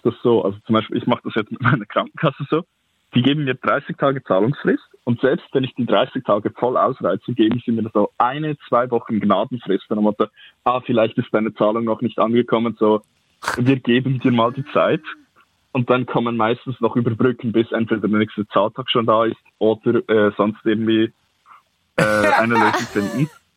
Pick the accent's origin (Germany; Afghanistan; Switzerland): Switzerland; Lucerne; now in Zürich, Switzerland